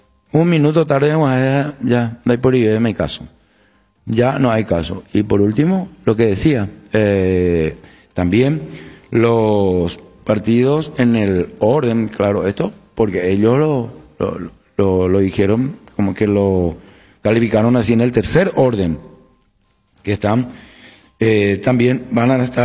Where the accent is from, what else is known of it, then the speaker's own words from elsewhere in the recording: Paraguay; como paraguayos al tener la cedulación de lo que es ciudadano paraguayo aquí en la República del Paraguay